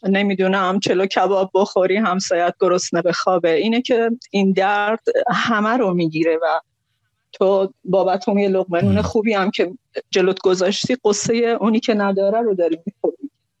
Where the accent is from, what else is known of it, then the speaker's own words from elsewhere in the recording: Khuzestan, Iran; با این حال که خودم خوزستانیم، خیلی از فامیلام تو خوزستانه